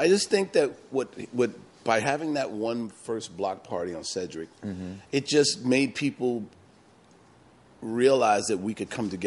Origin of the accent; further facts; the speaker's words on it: New York City, New York, United States; So I'm born and raised in the Bronx, you know, shout out to the Bronx, New York. You know, and in my era, I guess I'm second generation hip hop because I'm giving away my age. I'm 54 now.